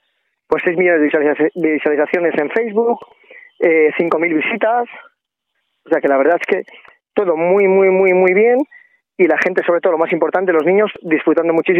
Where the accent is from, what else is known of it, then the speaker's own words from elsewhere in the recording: Velilla del Río Carrión, Castile and León, Spain; Somos de Velilla del Río Carrión, en la provincia de Palencia, en plena montaña palentina. Y somos de estas personas que nos gustan los pueblos y vivimos aquí